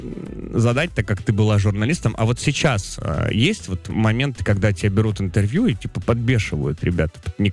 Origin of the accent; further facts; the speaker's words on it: Amsukchan, Magadan Oblast, Russia; Я из поселка городского типа под названием Амсукчан в Магаданской области.